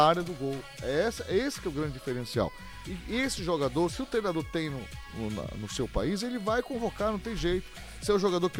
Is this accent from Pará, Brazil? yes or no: yes; Marapanim, Pará, Brazil; also born or lived in Belém; Eu sou de Marapani e sou de Belém também